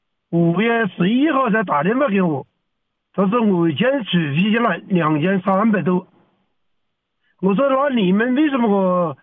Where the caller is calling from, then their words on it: Yueyang, Hunan, China; 我们是岳阳市岳楼区。